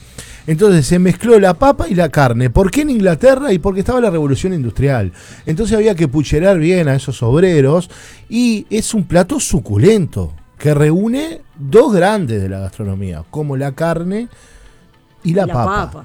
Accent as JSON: {"language": "Spanish", "country": "Uruguay"}